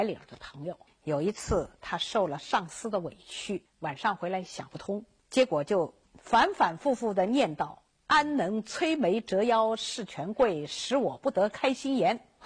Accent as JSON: {"language": "Chinese", "region": "Shanghai", "country": "China", "said": "那我们上海人说这话"}